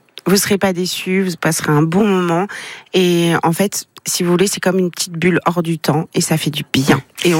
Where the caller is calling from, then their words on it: Auvergne-Rhône-Alpes, France; Je suis savoyarde.